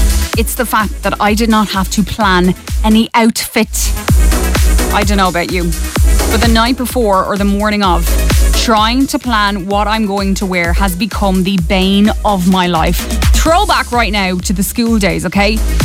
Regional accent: Kerry, Munster, Ireland; But if you know me, you know I'm from Kerry.

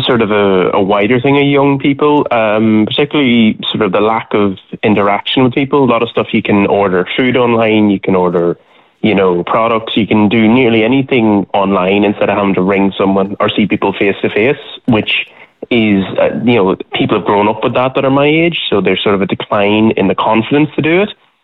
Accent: Ireland; Because I grew up in Southern Ireland as a Protestant

